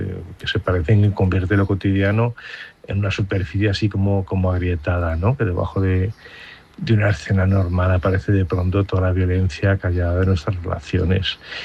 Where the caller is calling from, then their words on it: Ibiza, Balearic Islands, Spain; Mira, os llamo